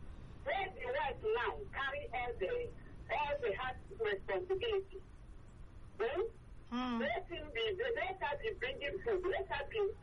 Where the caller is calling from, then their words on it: Lagos, Nigeria; I'm calling from Isheri Oshun.